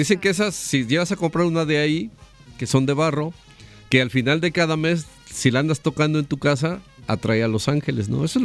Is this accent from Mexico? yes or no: yes; Xico, Veracruz, Mexico; yo soy de Jico.